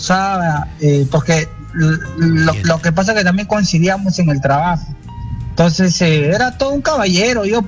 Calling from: Lima, Peru; De acá, del Agustino.

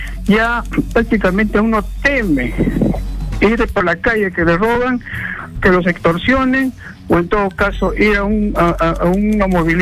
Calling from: Lima, Peru; de Chorrillos.

